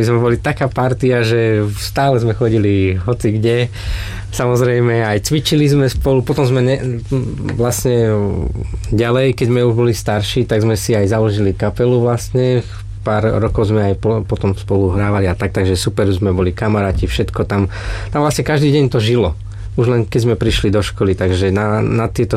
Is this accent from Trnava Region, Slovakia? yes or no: yes; Trnava, Trnava Region, Slovakia; Ja som sa narodil v Trnave, odtiaľ aj pochádzam z Trnavy a vlastne pochádzam z hudobnických rodín